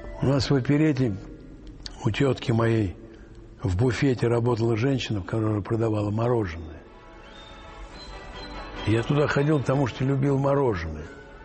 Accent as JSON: {"language": "Russian", "region": "Moscow", "country": "Russia", "tie": "born or raised there", "said": "ной москвич. Родился я на Матросской Тишине, но тоже напротив психиатрической больницы, тюрьмы, рынка."}